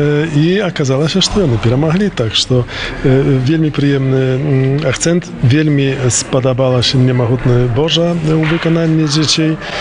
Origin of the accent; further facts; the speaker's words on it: Hajnówka, Podlaskie Voivodeship, Poland; я сам родам з Гайнаўкі.